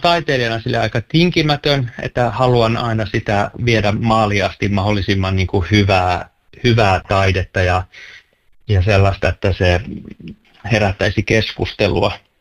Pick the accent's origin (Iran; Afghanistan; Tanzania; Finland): Finland; Jyväskylä, Central Finland; Joo, siellä mä oon syntynyt ja sitten sinne asti olin Jyväskyläs